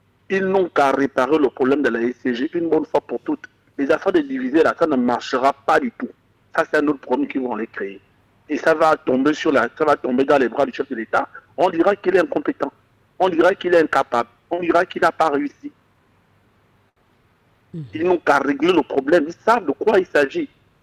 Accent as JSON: {"language": "French", "country": "Gabon", "tie": "born or raised there", "said": "Ce n'est pas aujourd'hui qu'on vit au Gabon. Nous sommes nés au Gabon, on a grandi au Gabon, on ne connaît pas un autre pays."}